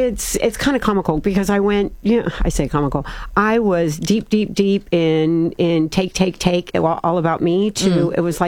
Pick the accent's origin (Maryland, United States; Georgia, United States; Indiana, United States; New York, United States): Indiana, United States; And we grew up in Indiana.